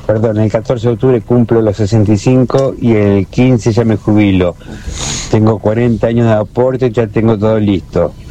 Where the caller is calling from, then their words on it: Bragado, Buenos Aires Province, Argentina; de Bragado